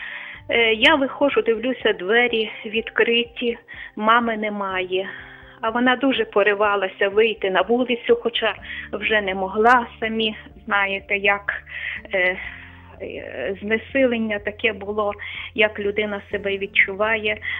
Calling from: Lviv, Lviv Oblast, Ukraine; я львів'янка.

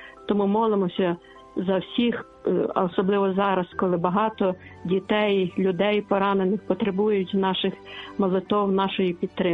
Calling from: Lviv, Lviv Oblast, Ukraine; я зі Львова

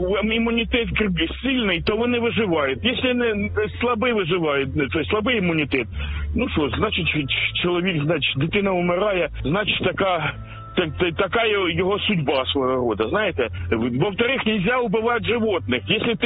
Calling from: Kharkiv, Kharkiv Oblast, Ukraine; я із Харкова вас безпокою.

